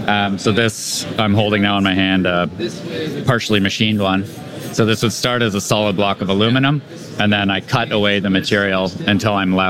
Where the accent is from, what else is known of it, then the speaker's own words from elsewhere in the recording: Ontario, Canada; Sorry, no, I'm from just outside of Toronto.